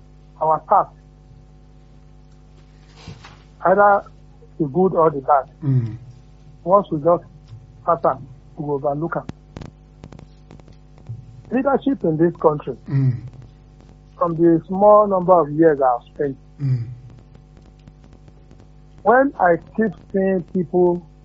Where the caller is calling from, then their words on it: Nigeria; I'm calling from Olegu.